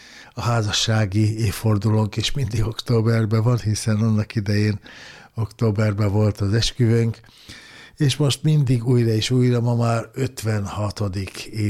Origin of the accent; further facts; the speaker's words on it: Hungary; itt vannak a gyerekeim, az unokáim, és itt éltem el az egész életemet, itt a Duna mellett